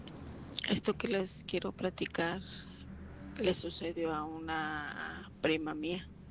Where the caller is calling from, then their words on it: Irapuato, Guanajuato, Mexico; Soy de Irapuato, Guanajuato.